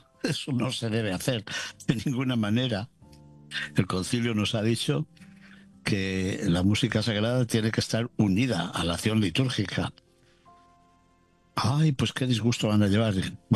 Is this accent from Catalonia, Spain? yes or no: no; León, Castile and León, Spain; la boda se celebraba en León, en mi ciudad natal